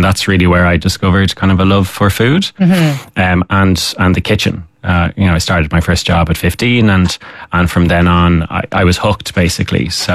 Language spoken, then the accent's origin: English; Dublin, Leinster, Ireland; I grew up in Dublin originally to an Irish-speaking family. My family are originally from Connemara.